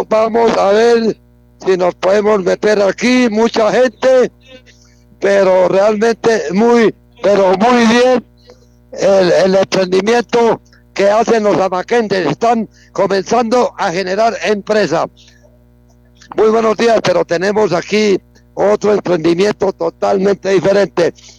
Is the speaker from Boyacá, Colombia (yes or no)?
yes; Samacá, Boyacá, Colombia; como hijo de Samacá